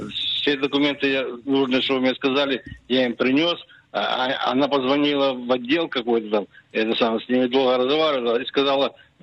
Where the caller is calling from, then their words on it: Nesher, Haifa District, Israel; я из Нэшена.